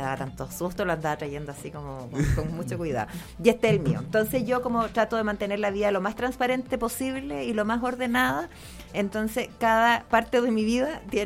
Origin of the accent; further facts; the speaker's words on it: Curicó, Maule, Chile; yo soy nacida y criada en Curicó